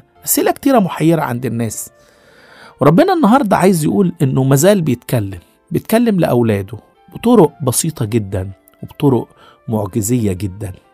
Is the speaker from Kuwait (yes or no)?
no; Egypt; عندنا في مصر هنا